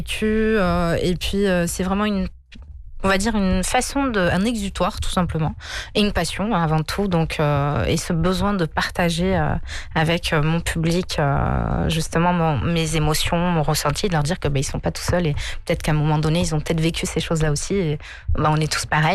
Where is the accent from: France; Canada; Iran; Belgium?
France; born there; je suis née en France.